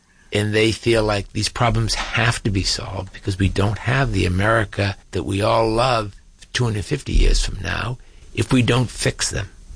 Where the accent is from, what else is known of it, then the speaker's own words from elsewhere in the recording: Massachusetts, United States; the church that I went to growing up outside of Boston is now condos